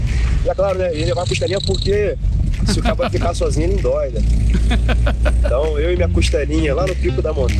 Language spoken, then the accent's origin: Portuguese; Rio de Janeiro, Brazil; Sou cria da Pavuna.